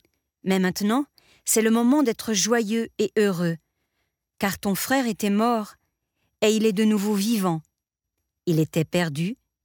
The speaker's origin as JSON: {"language": "French", "country": "Spain", "tie": "born or raised there", "said": "Je ne suis pas allée dans une école de jésuites, mais j'ai grandi en Espagne, aussi un pays très ancré dans le catholicisme."}